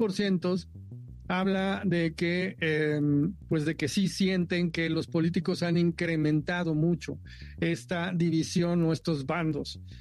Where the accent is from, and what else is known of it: Mexico